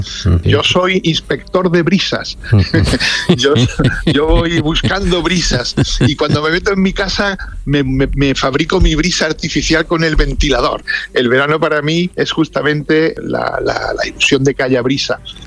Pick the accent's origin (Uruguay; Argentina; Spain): Spain; Málaga, Andalusia; also born or lived in Madrid; Yo, como sabes, soy de Málaga, vivo en la Costa del Sol